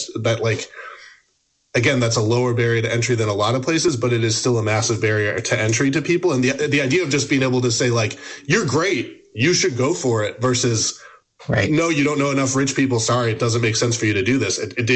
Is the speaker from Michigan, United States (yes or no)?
no; Rhode Island, United States; my home state of Rhode Island. And like Rhode Island, it's a small state.